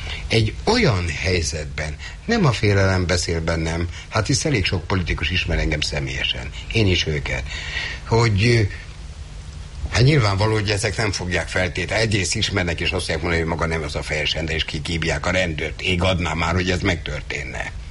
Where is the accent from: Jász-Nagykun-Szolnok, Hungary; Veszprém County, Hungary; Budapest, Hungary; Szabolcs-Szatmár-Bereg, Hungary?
Budapest, Hungary; nem csak azért, mert a Józsefvárosból jöttem